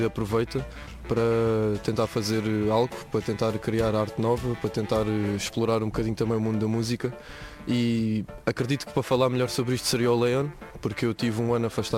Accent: Sesimbra, Setúbal, Portugal; born there; also born or lived in Cascais; now in Malveira, Portugal; Eu nasci em Sesimbra, entretanto vim morar para Cascais, moro ao pé da Malveira e é relativamente perto daqui.

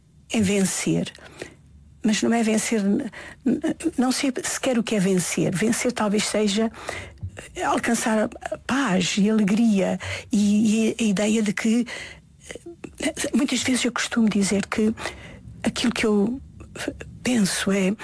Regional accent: Algarve, Portugal; born there

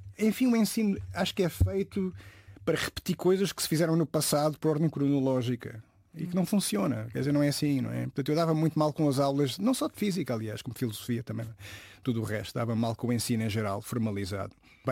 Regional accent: Évora, Alentejo, Portugal; Não. Eu vim de Évora com...

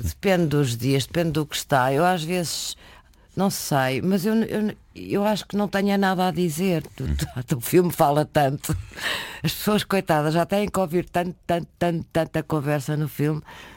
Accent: Lisbon, Portugal; born there; Lisboa, que é a terra onde eu nasci.

